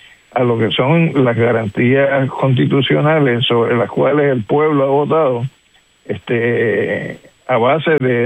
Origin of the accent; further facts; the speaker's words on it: Puerto Rico; Por ejemplo, yo soy puertorriqueño nacional